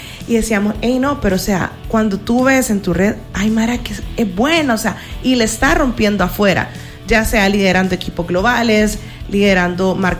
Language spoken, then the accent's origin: Spanish; El Salvador